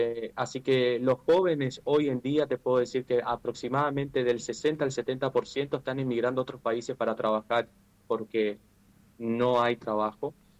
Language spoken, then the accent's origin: Spanish; Argentina; para mí que soy argentino y que me corre la parte gaucha, ¿no? En las venas